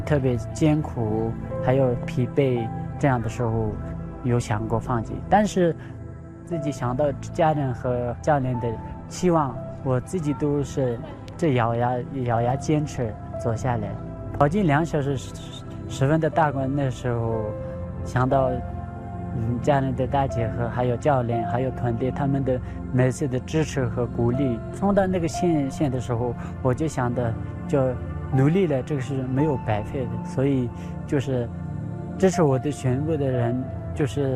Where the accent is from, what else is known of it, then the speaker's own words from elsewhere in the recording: Amdo, China; 我是一个安多牧区的小孩，就是从小就在牧区里长大，放牧放牛羊，从小就在草原上奔跑，